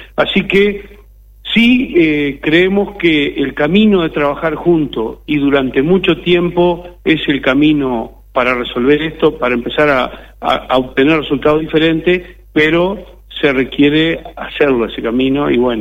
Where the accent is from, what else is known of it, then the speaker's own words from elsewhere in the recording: Río Negro, Uruguay; somos medio jotarraño, de Río Negro